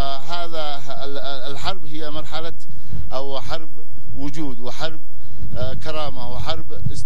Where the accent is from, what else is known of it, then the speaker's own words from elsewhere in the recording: Yemen; نحن يمنيين